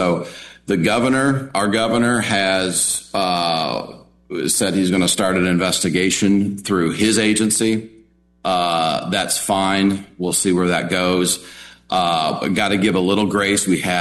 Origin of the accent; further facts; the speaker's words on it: Lake County, Indiana, United States; I'm from Lake County